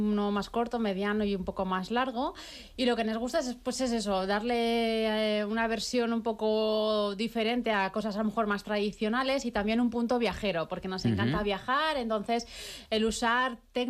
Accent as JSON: {"language": "Spanish", "region": "Valencian Community", "country": "Spain", "said": "Pues es que yo soy muy valenciana y siempre todo lo de las raíces"}